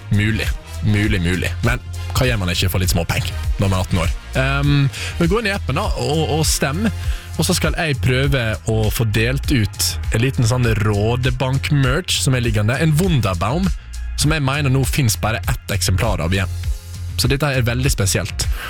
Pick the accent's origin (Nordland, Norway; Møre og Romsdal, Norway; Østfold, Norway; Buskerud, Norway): Møre og Romsdal, Norway; Flemsøy; Og det var litt sånn hjemme også på øya på Flemsøy, der jeg vokste opp.